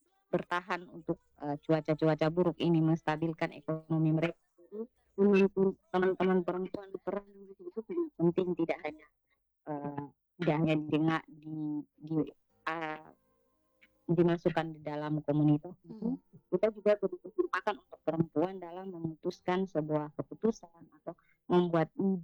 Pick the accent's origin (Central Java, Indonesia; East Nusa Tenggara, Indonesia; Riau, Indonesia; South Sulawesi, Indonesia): East Nusa Tenggara, Indonesia; Kupang; biasa kita orang Kupang dan kiri-kiri kan mereka bisa mengolah dan menjualnya di rumah